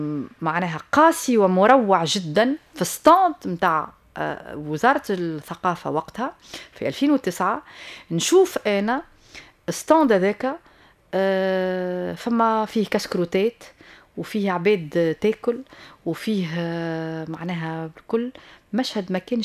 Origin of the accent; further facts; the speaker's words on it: Tunisia; احنا توانسة